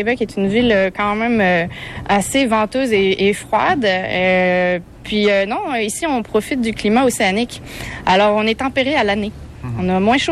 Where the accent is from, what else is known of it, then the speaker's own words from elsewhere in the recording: Tulle, Nouvelle-Aquitaine, France; born there; Mais oui, je suis née à Tulle. En Corrèze. Plein cœur, c'est ça, en Corrèze.